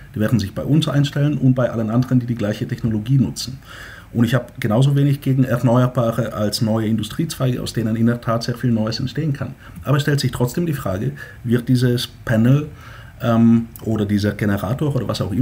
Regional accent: Bulgaria

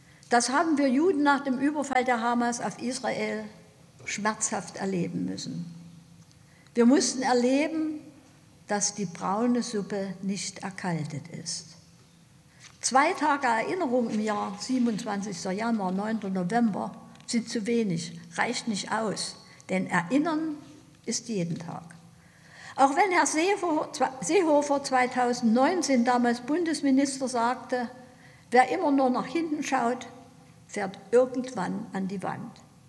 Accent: Dresden, Saxony, Germany; fühle ich mich der jüdischen Gemeinde Dresden und meiner Heimatstadt sehr verbunden

